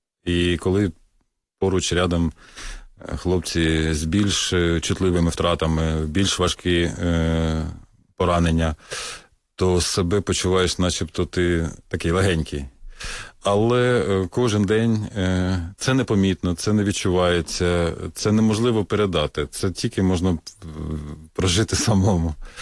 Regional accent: Kharkiv, Kharkiv Oblast, Ukraine; Я сам з Харкова, да.

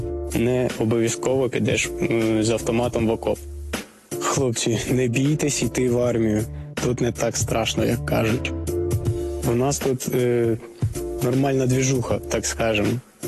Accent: Ternivka, Dnipropetrovsk Oblast, Ukraine; Я родом з Дніпропетровської області, місто Тернівка, шахтарське містечко, працював на шахті.

